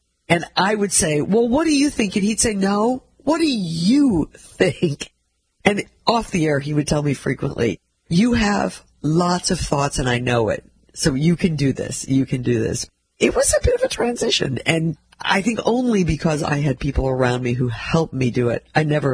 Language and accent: English; Missouri, United States; We're both from Missouri, and he's been on this journey with me, and it's great.